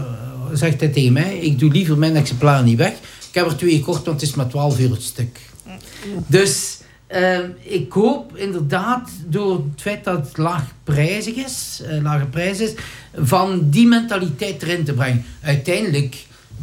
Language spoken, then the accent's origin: Dutch; Antwerp, Flanders, Belgium; Ik kom uit Antwerpen, dus met de motto, die twee pockets thuis komen afhalen bij mij.